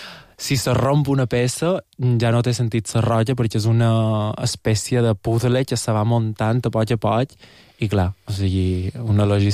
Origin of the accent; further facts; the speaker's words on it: Portocolom, Balearic Islands, Spain; Soc de Porto Colom i vaig molt a Saljà